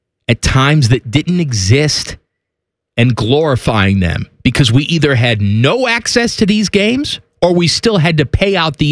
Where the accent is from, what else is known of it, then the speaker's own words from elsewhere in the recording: Chicago, Illinois, United States; now in Columbus, United States; A lot of people ask how I was, you know, born and raised in Chicago and didn't grow up a Blackhawk fan.